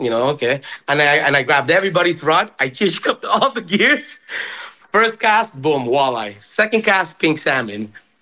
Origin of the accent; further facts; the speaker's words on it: Ontario, Canada; Avid fishermen from up north, all northern tribes. Well, you know, I grew up around the Lake Ontario.